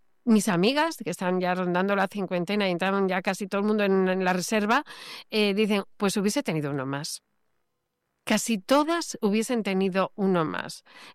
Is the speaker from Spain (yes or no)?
yes; Spain